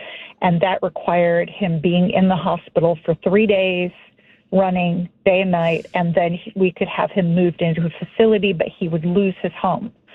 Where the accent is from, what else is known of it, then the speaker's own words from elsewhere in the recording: Texas, United States; I grew up in Texas, and my grandfather and my father were both very, I would say, cognitively very high-functioning individuals